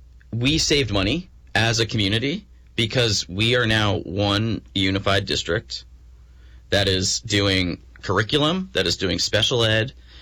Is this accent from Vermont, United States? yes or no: yes; Essex Junction, Vermont, United States; born or raised there